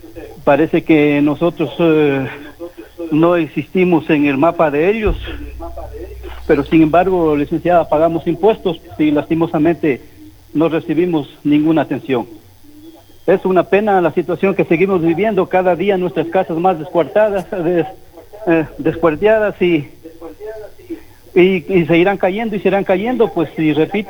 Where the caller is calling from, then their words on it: Loja, Ecuador; soy morador del Plateado.